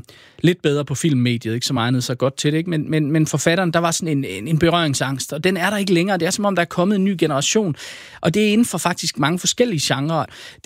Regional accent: Aarhus, Central Denmark Region, Denmark; jeg er aarhusianer

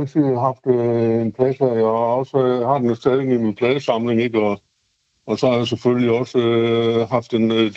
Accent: Aarhus, Central Denmark Region, Denmark; Jamen, fordi at jeg er fra Aarhus, og hvad det var noget af det musik, jeg lyttede til.

